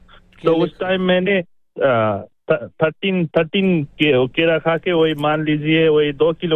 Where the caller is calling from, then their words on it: Nepal; Hindi is a second language; हम नेपाल से हैं तो भी हिंदी ऐसा बढ़िया बोल रहे हैं।